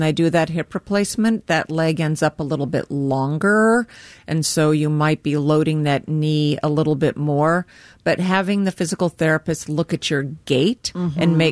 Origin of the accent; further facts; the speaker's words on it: Carroll, Iowa, United States; We're from Carroll.